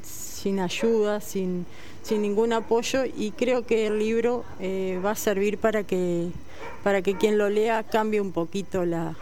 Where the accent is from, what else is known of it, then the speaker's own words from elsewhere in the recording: Montevideo, Uruguay; moved away as an adult; now in Colonia, Uruguay; yo soy de Montevideo, hace 6 años me vine para Colonia.